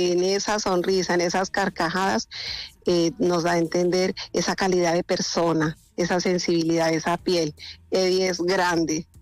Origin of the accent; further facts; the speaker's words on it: Chiquinquirá, Boyacá, Colombia; saludar a toda mi gente de Chiquinquirá, de donde yo soy, mi gente de Boyacá, gente pujante, gente grande